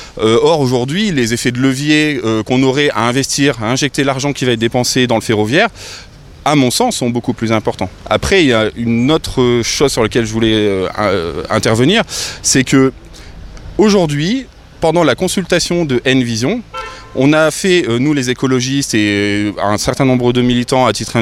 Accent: Oisy-le-Verger, Hauts-de-France, France; je suis né à Douai, mais j'ai fait de 6 ans à 22 ans à Oisy-le-Verger, j'ai habité ici, donc je connais bien, c'est ma coin, comme on dit.

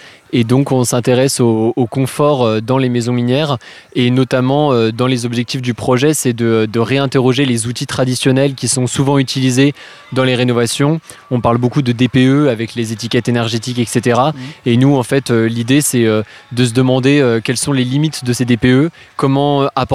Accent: Grand Est, France; moved away as an adult; de base, je viens de Champagne, de Haute-Marne. Mais j'ai fait mes études dans une école d'architecture à Paris, où je suis encore étudiant. Et je suis venu à Méricourt

